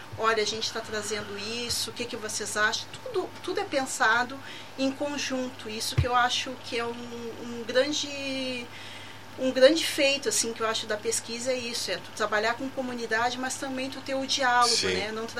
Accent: Pelotas, Rio Grande do Sul, Brazil; Eu, como pelotense, mulher negra

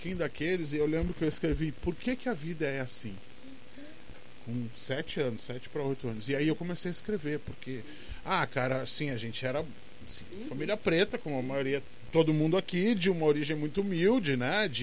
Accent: Brazil; Eu sou da Santa Terezinha, lá da cidade dentro da Picrespo, né?

